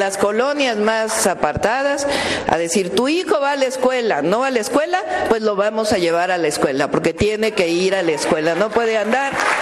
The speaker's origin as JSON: {"language": "Spanish", "country": "Mexico", "said": "Así somos las mexicanas y los mexicanos."}